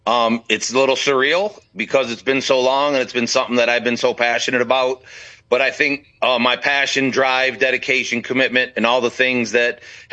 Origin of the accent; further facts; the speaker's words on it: Detroit, Michigan, United States; growing up in Detroit.